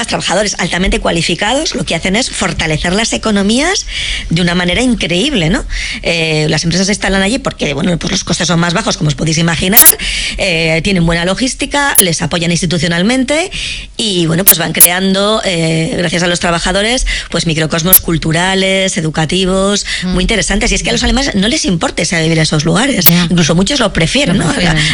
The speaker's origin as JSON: {"language": "Spanish", "region": "Castile and León", "country": "Spain", "lives_now": "Germany", "said": "Y eso es algo que te extraña cuando vienes de España, ¿no? Que muchas veces, yo que soy de Castilla y León, bueno, pues ves a pueblos muy pequeñitos"}